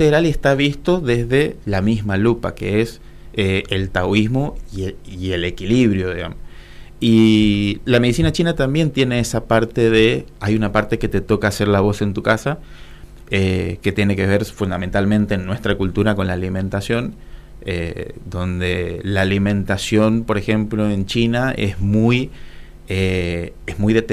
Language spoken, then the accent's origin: Spanish; Corrientes, Argentina